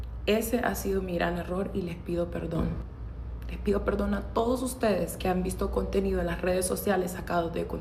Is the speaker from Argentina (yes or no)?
no; Honduras; now in United States; soy hondureña y soy inmigrante.